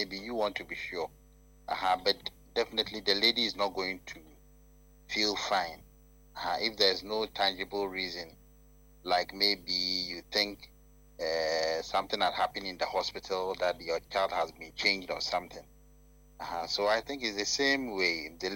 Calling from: Kumasi, Ashanti, Ghana; from KNUST.

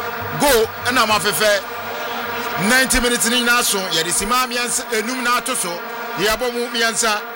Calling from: Tema, Greater Accra, Ghana; from Tema Newtown.

